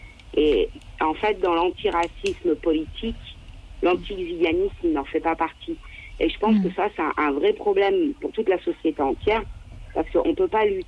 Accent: France; en tant que voyageur, et pourtant qu'on est français.

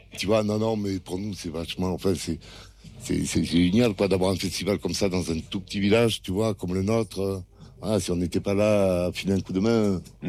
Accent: Toulouse, Occitanie, France; moved away as an adult; also born or lived in Paris; now in Saint-Père-Marc-en-Poulet, France; moi je suis originaire de Toulouse, et je faisais du rugby, c'était un peu mon métier sur Paris.

